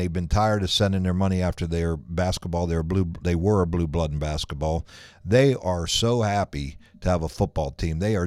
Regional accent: Midwest, United States; When he said that, because we're from the Midwest, we don't have a hype machine.

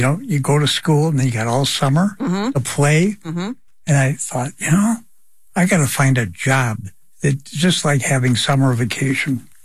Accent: Whitefish Bay, Wisconsin, United States; also born or lived in Oklahoma; No complaints growing up in Whitefish Bay.

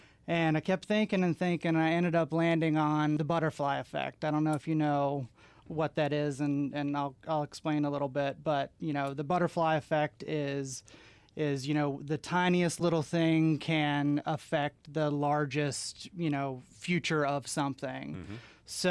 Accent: United States; So I'm from Lewis County. I grew up there.

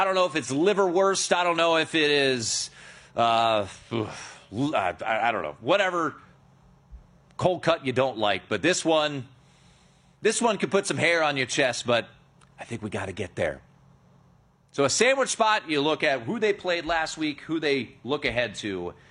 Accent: Maryland, United States; my home state in Maryland.

